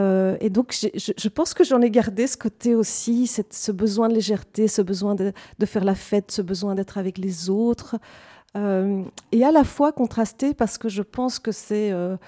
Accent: Guanajuato, Mexico; now in Belgium; Et donc j'ai passé une bonne partie de mon enfance au Mexique. Et plus précisément à 500 km au-dessus de Mexico, dans une petite ville magnifique, universitaire, culturelle, qui s'appelle Guanajuato.

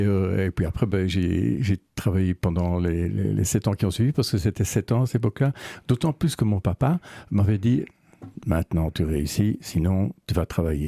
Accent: Hasselt, Flanders, Belgium; also born or lived in Landen / Brussels; mon papa étant militaire, donc j'ai grandi à Hasselt, Landen, Bruxelles.

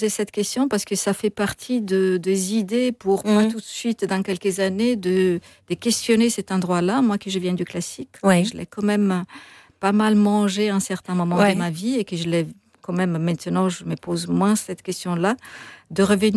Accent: Florence, Tuscany, Italy; moved away; je viens de Florence

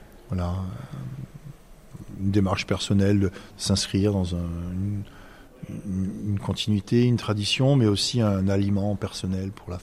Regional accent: Avignon, Provence-Alpes-Côte d'Azur, France; Alors moi, je suis natif d'Avignon. J'ai fait mes études d'Avignon.

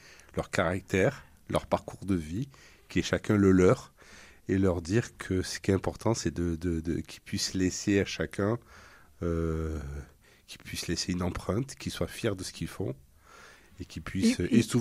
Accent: Marseille, Provence-Alpes-Côte d'Azur, France; je suis profanément français. Je suis né à Marseille, je suis né en France.

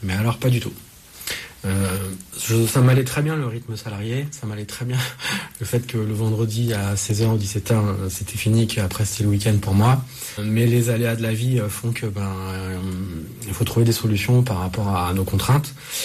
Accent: Orléans, Centre-Val de Loire, France; moved away as an adult; also born or lived in Grenoble; now in Burgundy, France; je suis originaire d'Orléans, donc je ne suis pas du tout bourguignon à la base. Mais la Bourgogne m'a adopté. Et donc, je suis en Bourgogne depuis 2003.

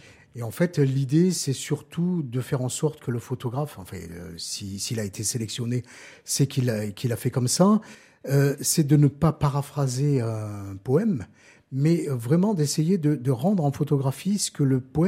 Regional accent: Gap, Provence-Alpes-Côte d'Azur, France; sur les Hautes-Alpes, oui, je suis né à Gap et donc je suis toujours resté à Gap, même si j'ai beaucoup voyagé. Mais voilà, je suis toujours là et heureux d'y être.

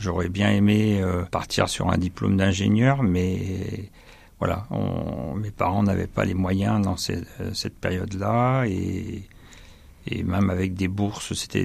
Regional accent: Jonzac, Nouvelle-Aquitaine, France; Alors, moi, je suis Charentais. Je suis né à Jonzac, en Charente-Maritime.

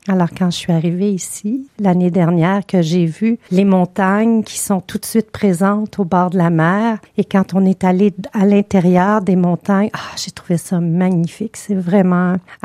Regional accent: Laval, Quebec, Canada; also born or lived in Montreal; je suis née au Québec, à Montréal, mais je suis demeurée jusqu'à l'âge de 1 an. Alors, en fait, j'ai grandi à Laval, qui est une ville juste au nord de Montréal. On appellerait ça la banlieue.

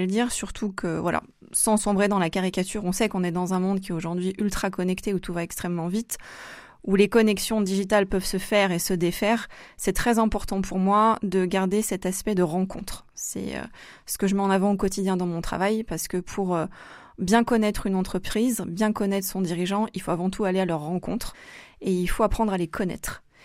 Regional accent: Saint-Étienne, Auvergne-Rhône-Alpes, France; Oui, alors moi je suis stéphanoise, je suis née, j'ai grandi à Saint-Étienne, j'en suis partie pour faire mes études et puis comme toujours je pense que le cœur et l'attachement au territoire ont été plus forts et je suis revenue, je suis maintenant de retour à Saint-Étienne depuis plusieurs années

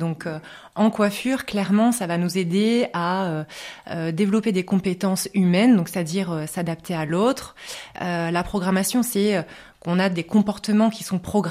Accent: Bayeux, Normandy, France; moved away as an adult; Tout à fait, je suis née à Bayeux, je suis une vraie bajocasse.

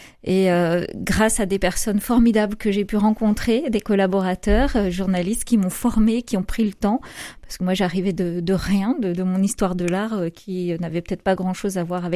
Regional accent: Saint-Malo, Brittany, France; born there; also born or lived in Mayenne; Je suis née en Mayenne, où j'ai passé une partie de mon enfance parce que mes parents, mon père travaillait là-bas. Ouais. Mais nos souches sont plutôt à Saint-Malo. Et après, grande enfant, je suis arrivée à Saint-Malo. On est revenu sur nos terres avec mes parents. Et voilà, j'ai fini de grandir à Saint-Malo

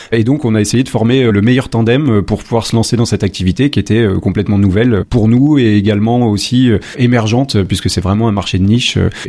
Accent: Auvergne-Rhône-Alpes, France; moved away as an adult; also born or lived in Île-de-France; moi je suis originaire du Rhône, donc après mon exil en Ile-de-France

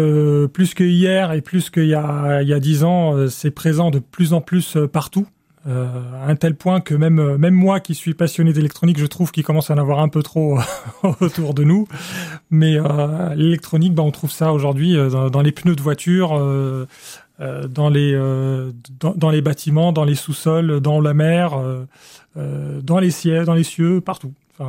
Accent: Cairo, Cairo Governorate, Egypt; moved away as an adult; now in France; j'ai grandi en Égypte, au Caire.

